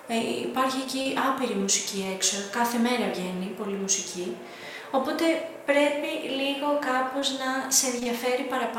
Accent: Greece; μεγαλώσαμε στην Ελλάδα με αυτό.

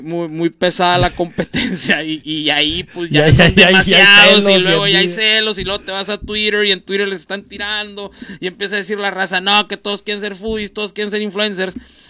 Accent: Hermosillo, Sonora, Mexico; yo soy de Hermosillo y amo mi ciudad

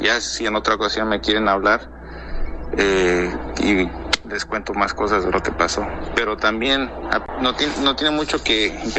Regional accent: Morelos, Mexico; now in Arizona, United States; soy de Arizona, originalmente de Morelos.

